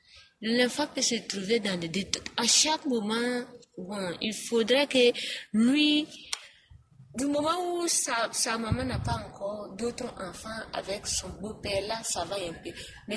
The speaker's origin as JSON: {"language": "French", "country": "Burkina Faso", "said": "Chez nous au Burkina Faso, surtout en Afrique."}